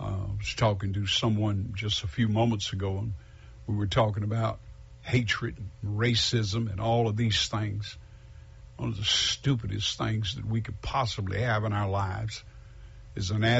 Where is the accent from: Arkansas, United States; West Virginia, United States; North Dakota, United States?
West Virginia, United States; because we came from West Virginia, a bunch of hillbillies, but we found that this is the place that the Lord has wanted us to be down through time.